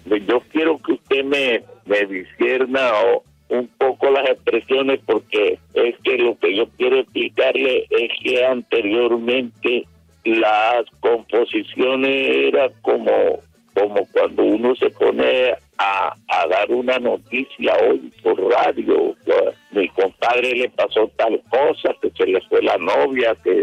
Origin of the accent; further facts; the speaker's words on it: El Paso, Cesar, Colombia; Somos nativos del Paso Cesar, nací en el año de 1932.